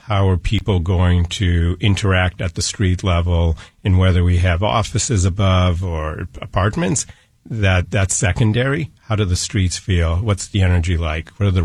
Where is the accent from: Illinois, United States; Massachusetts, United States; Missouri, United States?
Massachusetts, United States; Boston; I've born and raised in Boston, so I've been going to Fenway Park my entire life.